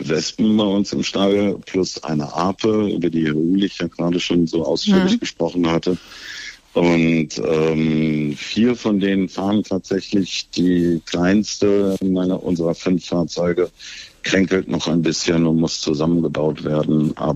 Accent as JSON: {"language": "German", "region": "North Rhine-Westphalia", "country": "Germany", "tie": "born or raised there"}